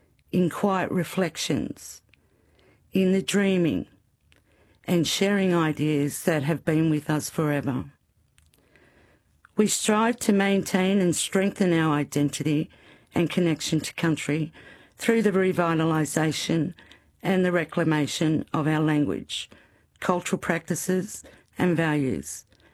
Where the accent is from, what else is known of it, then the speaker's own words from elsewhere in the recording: Victoria, Australia; first language English; Dangwarang is the first people of the mountains and rivers.